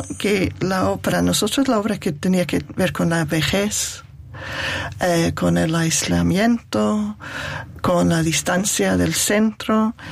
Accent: United Kingdom; tiene que ver con los cambios en mi propio país, en el Reino Unido.

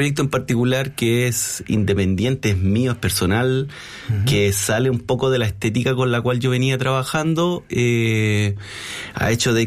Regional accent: Quillota, Valparaíso, Chile; yo soy de Quillota

